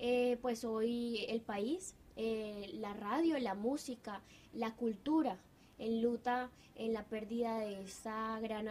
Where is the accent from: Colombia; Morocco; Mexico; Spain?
Colombia; en nuestra historia como colombianos